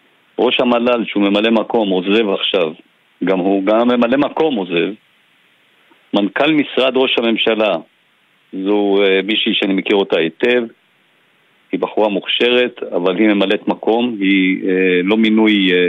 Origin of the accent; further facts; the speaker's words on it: Sde Eliezer, Northern District, Israel; אני נולדתי וגדלתי בצפון, אני תושב שדה אליעזר